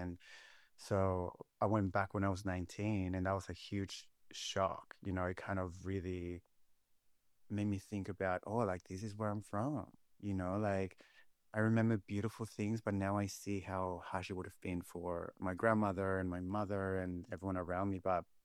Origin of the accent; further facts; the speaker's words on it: Los Andes, Valparaíso, Chile; now in Sydney, Australia; But so I was born in Chile. I was born in Los Andes, which is this Los Andes, if people aren't aware of, it's like a beautiful rail of mountains that run along Chile. And I was born there in a little town.